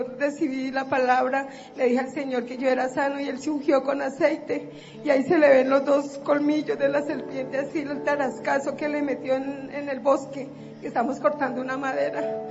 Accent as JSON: {"language": "Spanish", "town": "Ibagué", "region": "Tolima", "country": "Colombia", "said": "Y yo venía para Bogotá, yo soy de Ibagué. Tenemos una finca en el Tolima."}